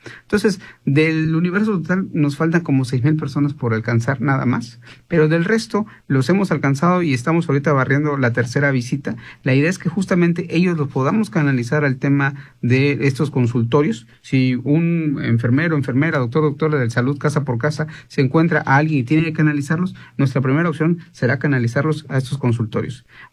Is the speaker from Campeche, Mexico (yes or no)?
yes; Campeche, Mexico; yo como mexicano, como campechano, voy a poder ingresar y me van a atender y no me van a rechazar.